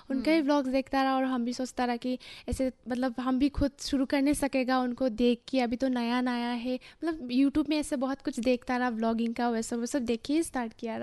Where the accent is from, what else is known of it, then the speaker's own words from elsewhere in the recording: Mahur, Assam, India; मैं माहौर से बिलोंग करती हूँ